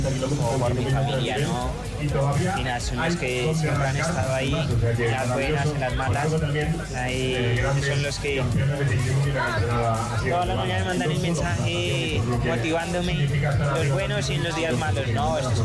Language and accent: Spanish; Bogotá, Colombia; soy orgullosamente colombiano y llevo la bandera en mi pecho. Y antes que ser un corredor y eso, soy colombiano, soy un chico de Bogotá